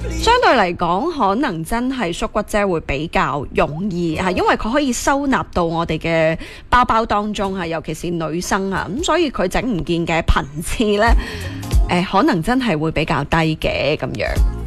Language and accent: Cantonese; Guangdong, China